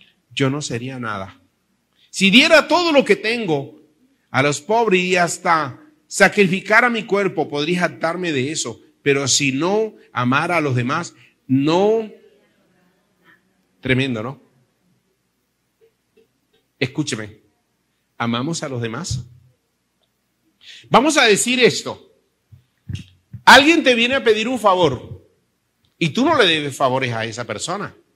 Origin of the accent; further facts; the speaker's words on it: Caribbean Region, Colombia; accent: costeño; yo soy costeño y hablo a veces muy rápido